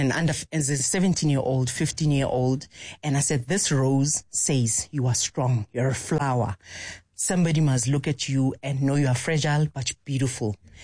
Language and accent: English; Alexandra, Gauteng, South Africa; I'm from Alex, you know?